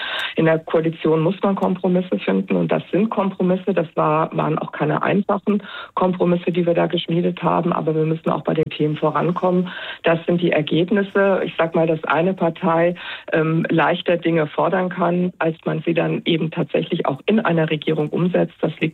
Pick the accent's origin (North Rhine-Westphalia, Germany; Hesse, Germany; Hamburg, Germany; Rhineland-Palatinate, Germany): Rhineland-Palatinate, Germany; Ich komme aus Rheinland-Pfalz.